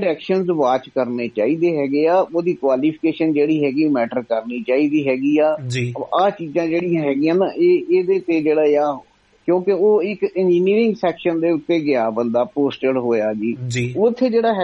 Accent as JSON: {"language": "Punjabi", "region": "Punjab", "country": "India"}